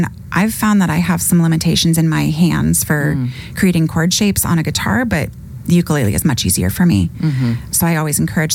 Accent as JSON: {"language": "English", "region": "California", "country": "United States", "tie": "born or raised there", "said": "Yeah, I grew up in California."}